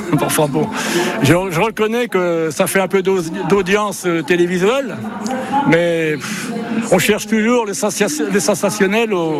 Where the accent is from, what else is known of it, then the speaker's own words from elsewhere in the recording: Joué-lès-Tours, Centre-Val de Loire, France; je suis de Tours. Enfin, je suis de jouer les Tours.